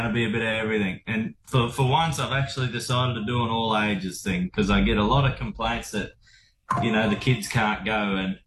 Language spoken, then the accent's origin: English; Australia; I'm an Aussie through and through.